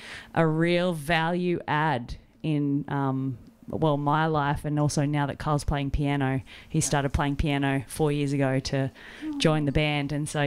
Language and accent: English; Quirindi, New South Wales, Australia; moved away; that's my hometown